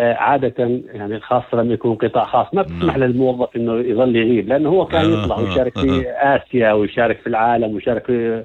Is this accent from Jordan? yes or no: yes; Jordan; بسموها عندنا في الأردن برازيل الأردن